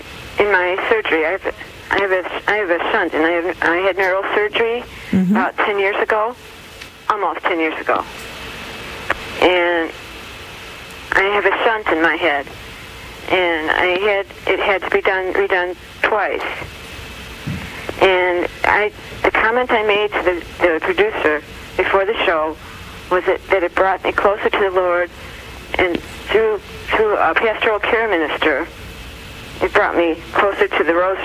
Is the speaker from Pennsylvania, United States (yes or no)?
no; Chicago, Illinois, United States; I'm from a suburb of Chicago, Illinois.